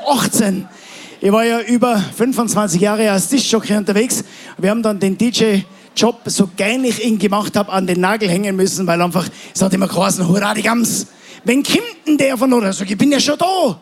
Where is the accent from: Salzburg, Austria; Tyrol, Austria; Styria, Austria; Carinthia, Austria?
Tyrol, Austria; Inzing; weil wir sind ja am Land aufgewachsen und ich wohne ja immer noch am Land. Für alle, die es nicht wissen, ich bin ein Original-Inzinger sozusagen